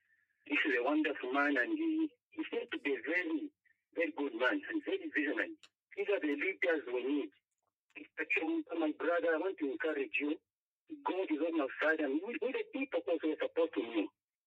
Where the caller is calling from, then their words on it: Copperbelt, Zambia; I'm calling from the Copper Belt.